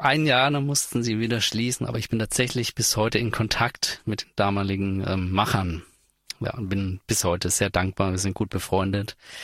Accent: Bavaria, Germany; Ich bin in Franken aufgewachsen.

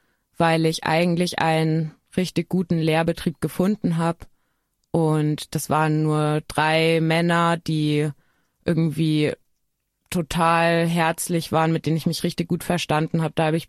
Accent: Bavaria, Germany; ich komme ja eben aus Bayern und auf dem Dorf

